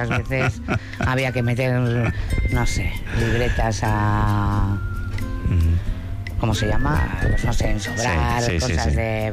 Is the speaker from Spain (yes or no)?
yes; Bilbao, Basque Country, Spain; born there; No, nací en Indautxu.